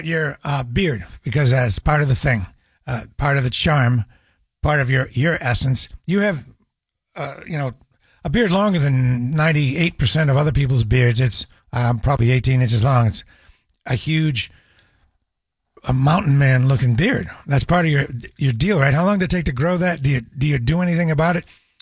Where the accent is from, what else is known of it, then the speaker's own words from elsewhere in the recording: New Hampshire, United States; Very small town. So small that in my first experience in school, Granite, all 8 grades were in one room. Not one school, one room. So I was gothic, rural, weird New Hampshire.